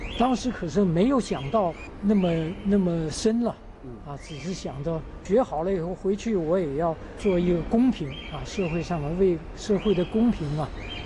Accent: Pingshan, China; 因为当时中国的社会确实是在一种很苦难之中，老百姓都非常贫苦的啊，特别是我的家乡平山那里，

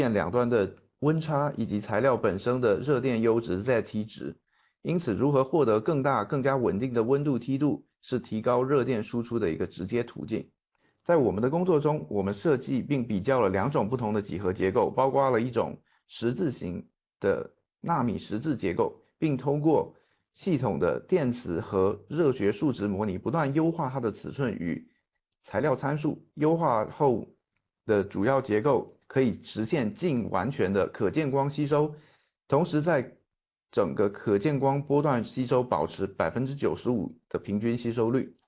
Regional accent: Hong Kong; now in Shenzhen, China; 翻嚟深圳做嘢已经十几年啦。

